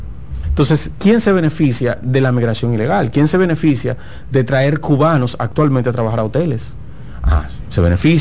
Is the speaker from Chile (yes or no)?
no; Dominican Republic